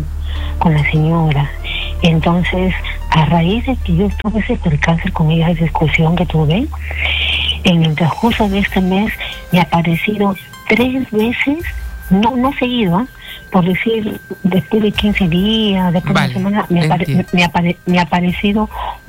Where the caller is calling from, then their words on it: Trujillo, La Libertad, Peru; Soy de Trujillo.